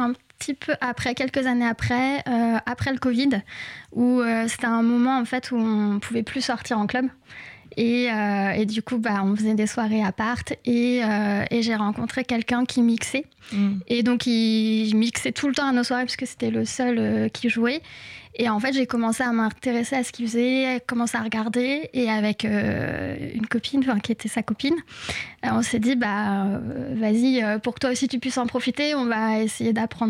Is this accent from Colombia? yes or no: no; Tours, Centre-Val de Loire, France; moved away as an adult; now in Paris, France; je viens de Tours, donc les boîtes, c'était les boîtes de province